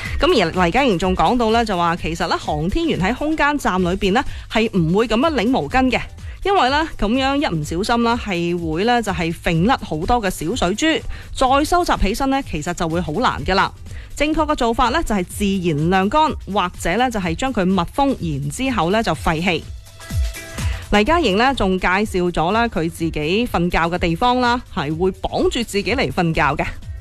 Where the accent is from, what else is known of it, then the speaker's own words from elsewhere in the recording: Foshan, Guangdong, China; first language Cantonese; 咁而作为佛山人呢